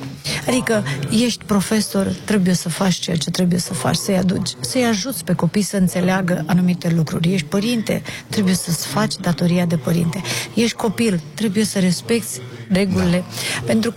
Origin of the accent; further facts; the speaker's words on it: Moldavia, Romania; born there; moved away; eu sunt din Moldova